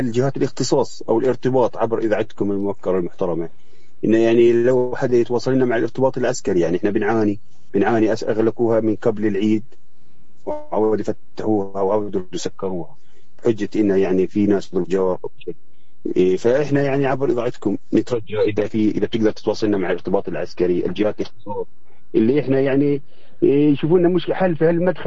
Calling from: West Bank, Palestine; أنا بصفتي مواطن بلد بحب بلدي، وأنا من فلسطين

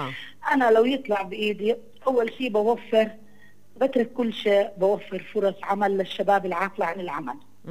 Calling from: Nablus, West Bank, Palestine; عندنا في نابلس

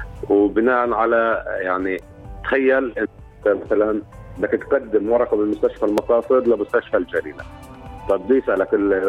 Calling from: Palestine; أنا فلسطيني وابني مع فلسطينية

